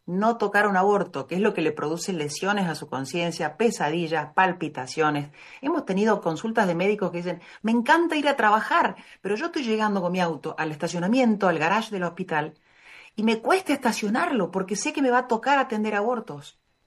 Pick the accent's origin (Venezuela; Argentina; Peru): Argentina; también en Argentina, en mi país